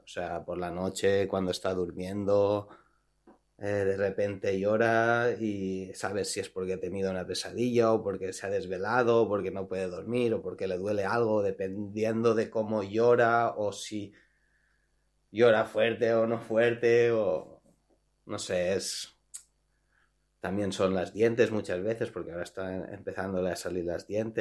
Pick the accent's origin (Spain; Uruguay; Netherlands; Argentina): Spain; Alicante, Valencian Community; now in Vilanova i la Geltrú, Spain; ella trabaja aquí en Vilanova i la Geltrú, nosotros somos de Alicante